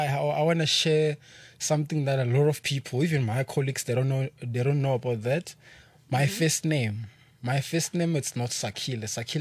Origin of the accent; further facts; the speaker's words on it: Mpumalanga, South Africa; coming from a background where I grew up in Mpumalanga, by the way.